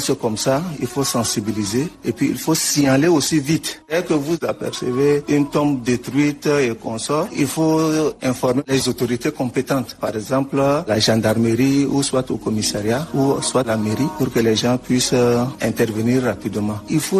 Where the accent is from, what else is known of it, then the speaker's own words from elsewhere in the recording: Chad; chez nous au Tchad